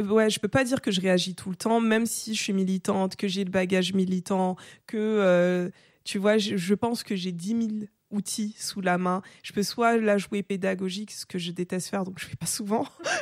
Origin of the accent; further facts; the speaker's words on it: Paris, Île-de-France, France; je suis française. Tu vois, où je viens de Paris.